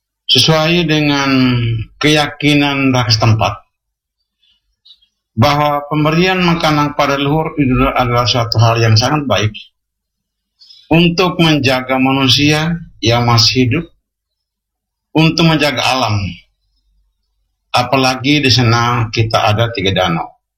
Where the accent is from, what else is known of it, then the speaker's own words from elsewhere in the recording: East Nusa Tenggara, Indonesia; kebiasaan ini kita orang Endelio pada khususnya, bahwa ritual itu merupakan acara yang sangat sangat sakral